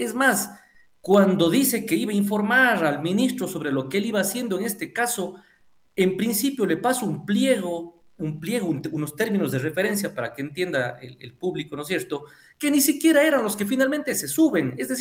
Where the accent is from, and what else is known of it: Ecuador